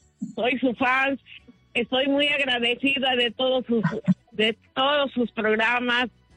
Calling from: Lima, Peru; Yo vivo en Los Olivos

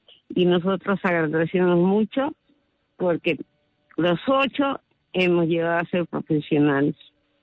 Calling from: Puente Piedra, Lima, Peru; De Puente Piedra llamo.

